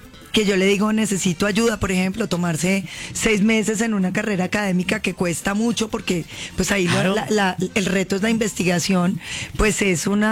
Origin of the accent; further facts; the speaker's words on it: Cauca, Colombia; mi tierra en el Cauca